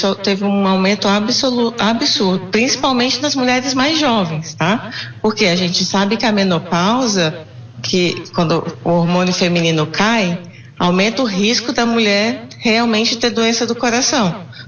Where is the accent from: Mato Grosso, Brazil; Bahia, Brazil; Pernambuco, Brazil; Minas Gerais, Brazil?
Minas Gerais, Brazil; Mantena; moved away as an adult; now in São Paulo, Brazil; eu sou mineira. Eu sou mineira, eu sou... Vim para São Paulo para fazer a residência, para fazer a especialização e fiquei. Fui absorvida aqui.